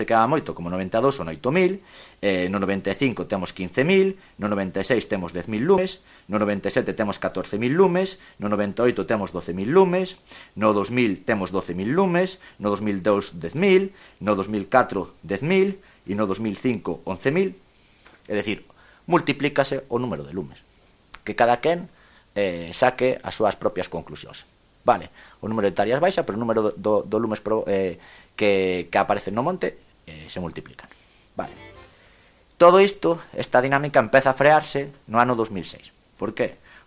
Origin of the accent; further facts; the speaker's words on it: Santiago de Compostela, Galicia, Spain; Eu lembro-me, son de Compostela, lembro-me que no 2006 ardeu toda Compostela, rodeada polos catro costados ardendo.